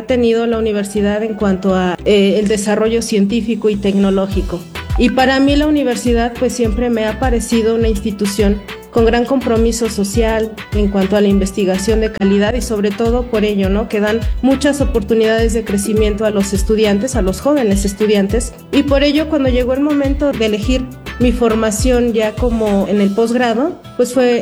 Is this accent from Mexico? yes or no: yes; Tlanalapa, Hidalgo, Mexico; yo soy originaria de Tlanalapa, Hidalgo, un municipio muy pequeño aquí en el estado.